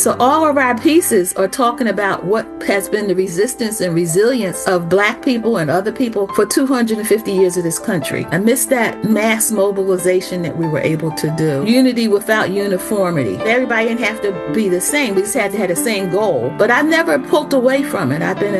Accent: Philadelphia, Pennsylvania, United States; here in Philadelphia. I was born in South Philadelphia, 1947. I'm Philadelphia through and through.

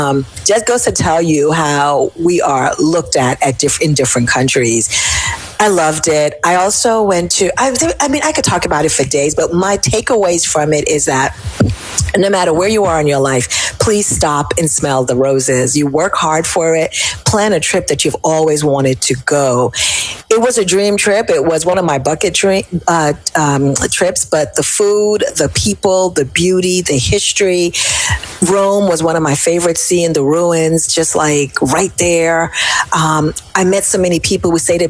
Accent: Jamaica

